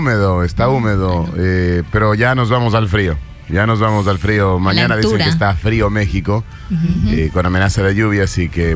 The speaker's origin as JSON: {"language": "Spanish", "country": "Chile"}